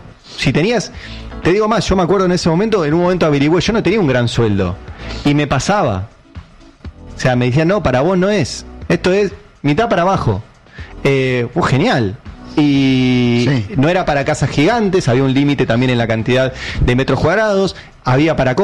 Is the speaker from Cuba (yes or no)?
no; Catalonia, Spain; Hay uno, yo soy catalán también, por eso me propongo para asesorar campañas.